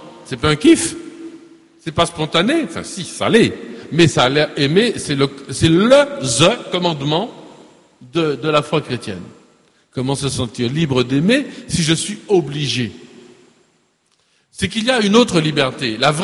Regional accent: Martinique; Je suis un Martiniquais, je suis librement un Martiniquais, je ne l'ai pas choisi.

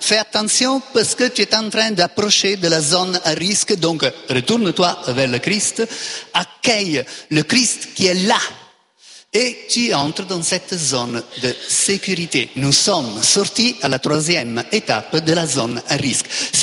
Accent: Italy; Fais attention, pour ceux que je connais de l'Italie, mon pays d'origine, ou de la France, il y en a beaucoup là.

